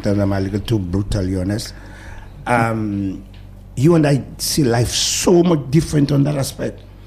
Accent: Dominica; I grew up telling everybody, I'm from Dubik.

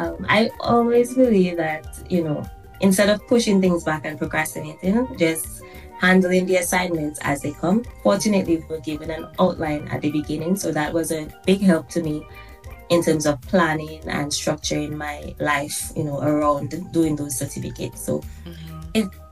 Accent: Dominica; I'm originally from Pebush Cultural Village, but I currently reside in Chekwamasak.

